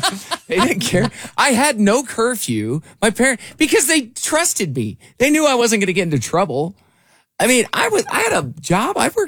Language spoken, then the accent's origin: English; Iowa, United States; Growing up in Iowa, and we lived out in the country. So from age 10 on, I lived out in the country, 4 miles out, gravel roads everywhere, and no phone, we didn't have phones.